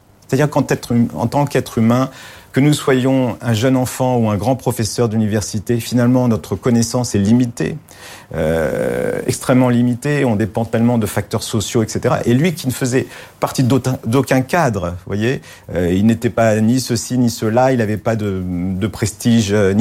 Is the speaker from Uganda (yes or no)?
no; Paris, Île-de-France, France; born there; Alors, j'étais adolescent, je suis né à Paris, vous savez